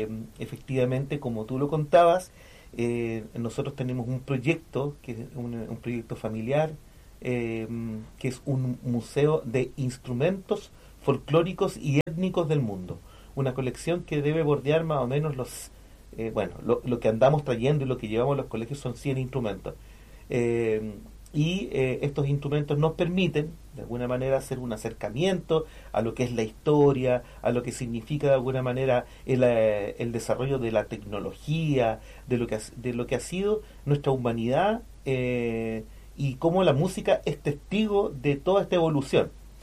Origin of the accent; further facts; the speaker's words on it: Santiago, Santiago Metropolitan, Chile; also born or lived in Valparaíso / France; now in Los Muermos, Chile; Yo estudié vengo de Santiago, pero viví muchos años en Valparaíso, después me fui a Francia, estuve estudiando en Turquía